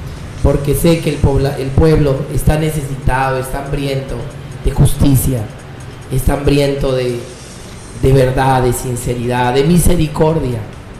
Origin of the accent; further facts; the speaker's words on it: Piura, Peru; hermanos de San Francisco de Asís, mis vecinos, mi pueblo donde yo vengo, donde he nacido, San Francisco de Asís, mi tierra natal, ahí donde están mis tíos, mi abuelita.